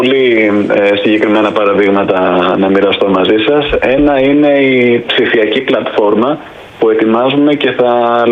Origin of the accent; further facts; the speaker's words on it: Sparta, Peloponnese, Greece; κατάγομαι από τη Σπάρτη.